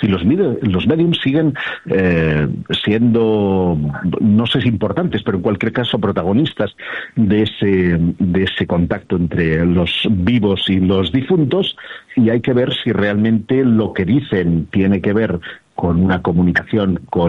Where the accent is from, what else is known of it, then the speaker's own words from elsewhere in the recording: Terrassa, Catalonia, Spain; born there; yo vengo de una ciudad, yo nací en Tarrasa, una localidad que está a unos 30 y tantos kilómetros de Barcelona